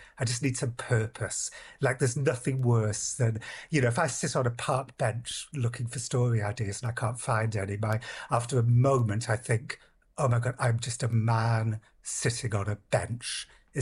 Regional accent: Wales, United Kingdom; now in United States; Right, yes, my home country, Wales, has 427 castles.

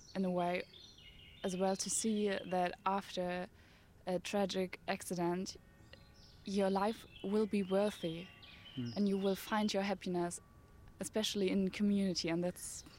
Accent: Dresden, Saxony, Germany; English is a second language; moved away as an adult; I'm 19 years old and I am from Germany, from Dresden. I'm here for doing volunteer service for 1 year.

